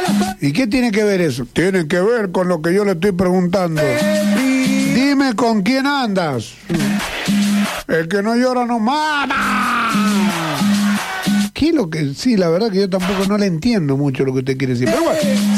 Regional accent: Mendoza, Argentina; born there; Soy nacido a la vera del río Mendoza

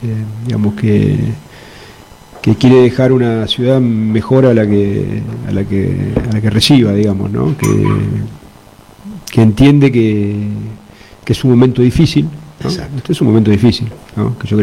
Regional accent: Bahía Blanca, Buenos Aires Province, Argentina; born there; Nací en Bahía hace 53 años

